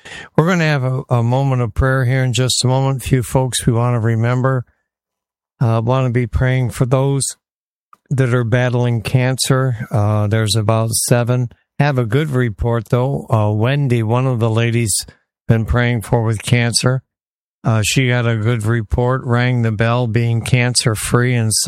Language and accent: English; Detroit, Michigan, United States; moved away; When I grew up in Detroit, it was always the day after Labor Day.